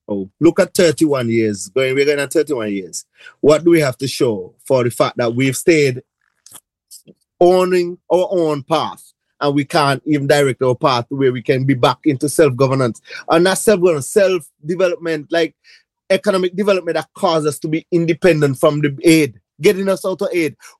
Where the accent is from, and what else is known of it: Montserrat; moved away